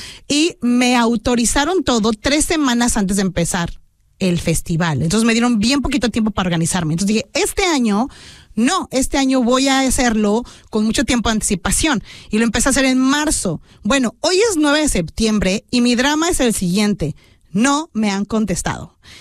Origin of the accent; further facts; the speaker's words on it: Mexico; porque también creo que la comunidad mexicana necesitamos unirnos un poquito más